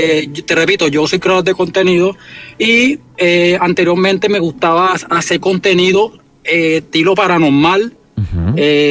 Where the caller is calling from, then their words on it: Arjona, Bolívar, Colombia; soy de Arjona Bolívar, vivo en Arjona Bolívar, municipio pues cerquita Cartagena.